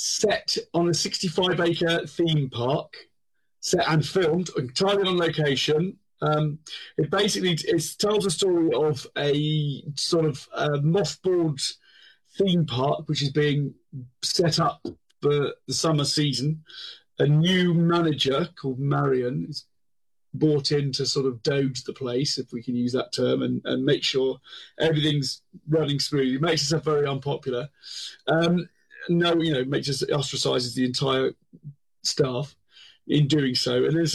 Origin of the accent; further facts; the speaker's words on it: Eastbourne, South East England, United Kingdom; We both, Renato and I, we're both from Eastbourne in East Sussex.